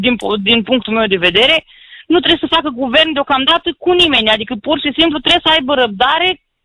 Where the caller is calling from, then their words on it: Cluj-Napoca, Cluj County, Romania; și sunt din Cluj.